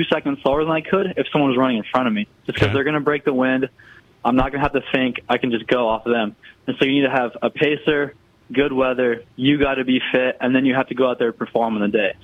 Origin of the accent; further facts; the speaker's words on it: United States; the Olympics is in my home country, not very far from where I live now.